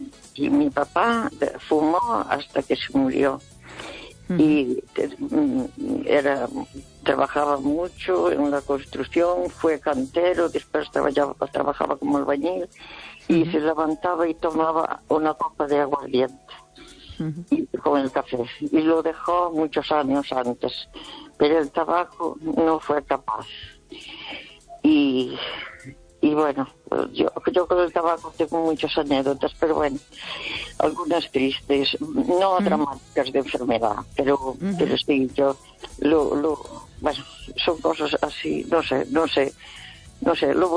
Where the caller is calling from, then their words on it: Santiago de Compostela, Galicia, Spain; de Santiago.